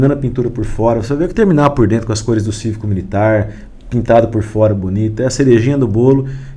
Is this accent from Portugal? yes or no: no; Bandeirantes, Paraná, Brazil; moved away as an adult; now in Andirá, Brazil; Eu cresci em Bandeirantes, mas a minha vida profissional foi Andirá que me acolheu, meus filhos nasceram aqui.